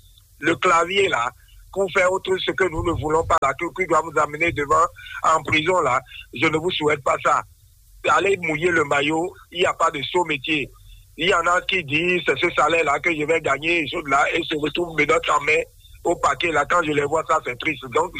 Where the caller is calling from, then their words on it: Cotonou, Littoral, Benin; Sikakodier